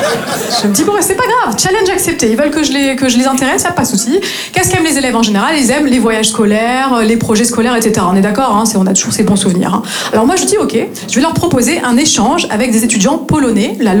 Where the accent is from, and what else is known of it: north-east France, France; also born or lived in Nancy; now in Marseille, France